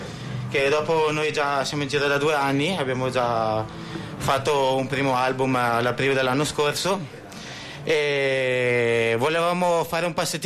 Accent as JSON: {"language": "Italian", "town": "Bergamo", "region": "Lombardy", "country": "Italy", "said": "si sente che sono di Bergamo"}